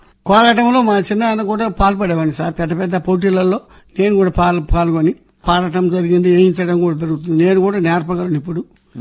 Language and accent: Telugu; Andhra Pradesh, India; మాది గుబ్బూరు గ్రామం.